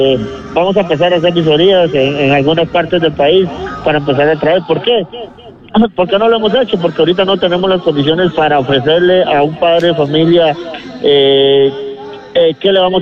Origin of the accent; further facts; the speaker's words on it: Guanacaste, Costa Rica; also born or lived in Sámara; yo soy de Guanacaste